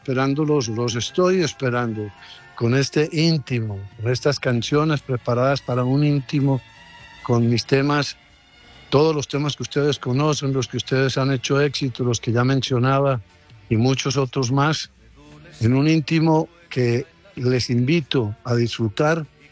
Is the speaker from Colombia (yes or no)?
yes; Colombia; de que esta selección que somos todos los colombianos para el mundo